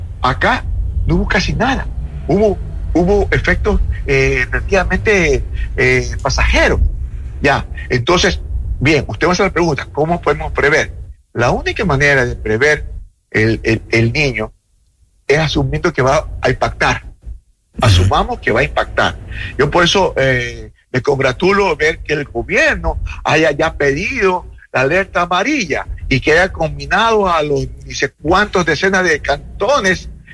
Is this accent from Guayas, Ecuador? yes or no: yes; Guayaquil, Guayas, Ecuador; yo soy de Guayaquil, vivo en Guayaquil, y en 1970 yo vivía en La Chala